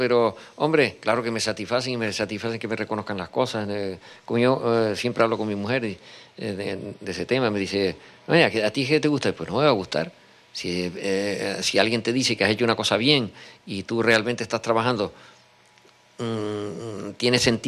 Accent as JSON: {"language": "Spanish", "town": "La Laguna", "region": "Canary Islands", "country": "Spain", "said": "No, yo soy canario 100%, a pesar de que... De lo que hemos hablado, de que parezco un lagunero renegado porque no vivo en la laguna. Mi laguna no me la puede quitar nadie, la tengo en el alma, ¿no?"}